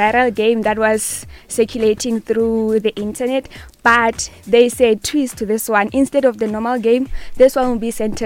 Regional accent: Limpopo, South Africa; I'm from Moleji.

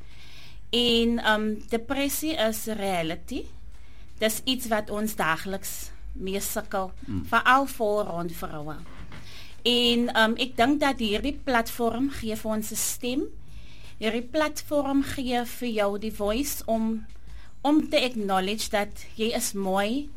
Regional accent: Oudtshoorn, Western Cape, South Africa; Goeiemiddag aan alle luisteraars … van Oudtshoorn.

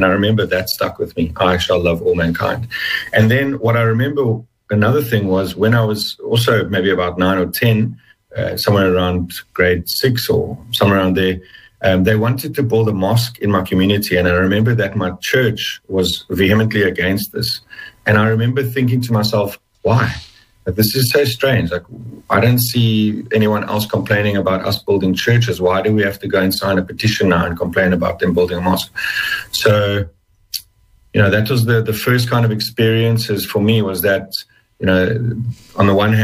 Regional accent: South Africa; born or raised there

